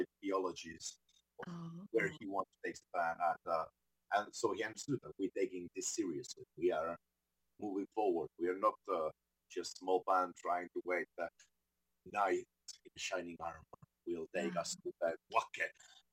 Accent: Kouvola, Kymenlaakso, Finland; originally from Kouvola. It's a small town, city in a little bit more eastern side, and that's where the band originally came from.

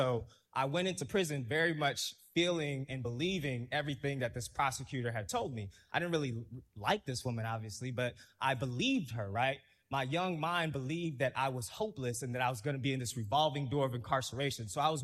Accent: Ferguson, Missouri, United States; moved away; growing up in Ferguson

